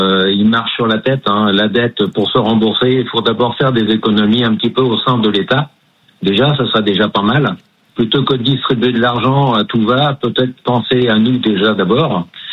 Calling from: Landemont, Pays de la Loire, France; Je vous appelle d'un côté d'Anceny, une toute petite commune qui s'appelle Landemont.

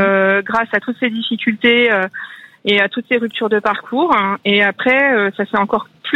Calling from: Couëron, Pays de la Loire, France; Alors, je vous appelle de Couëron, à côté de Nantes, département de Loire-Atlantique.

